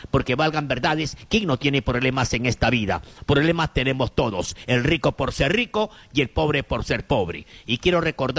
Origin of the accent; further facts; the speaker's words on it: Huancabamba, Piura, Peru; Porque yo tengo que mostrarle como buen serrano huancabambino, como buen peruano, mostrarle mis documentos.